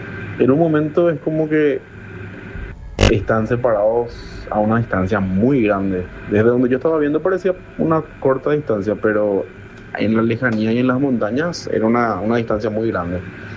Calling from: Ciudad del Este, Alto Paraná, Paraguay; yo soy de Ciudad del Este.

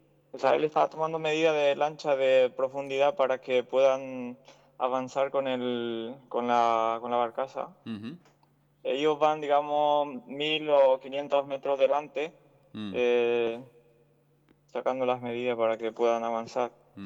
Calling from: Spain; No, yo vivo en España

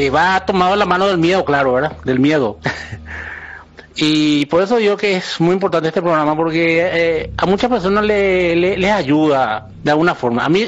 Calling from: Guarambaré, Central, Paraguay; la ciudad de Guarambaré.

